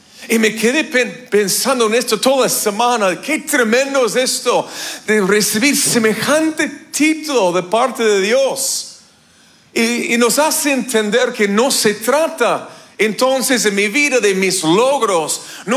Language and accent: Spanish; Canada; Spanish is a second language; moved away; como ese gringo de Canadá que habla como sea en español